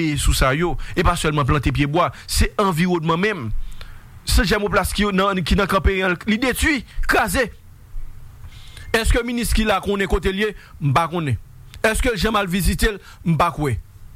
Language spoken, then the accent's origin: French; Haiti; Nous avons responsabilité en tant qu'haïtien pour que nous même pour nous capable gérer pays nous.